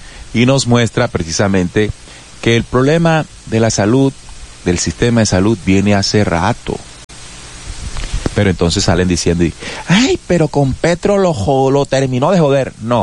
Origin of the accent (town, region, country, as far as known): Colombia